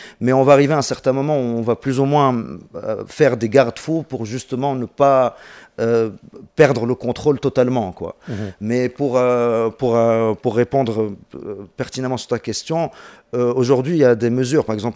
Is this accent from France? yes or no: no; Tunisia; Donc j'espère aujourd'hui qu'on pourra leur donner des challenges chez nous en Tunisie